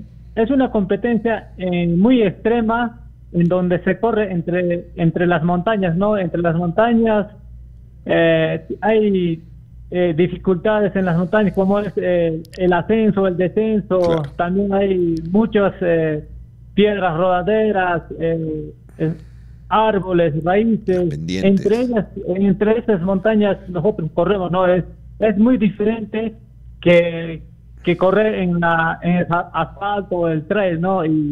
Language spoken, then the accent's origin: Spanish; Arequipa, Peru; un saludo desde aquí de mi pueblo Ayahuasca, del departamento de Arequipa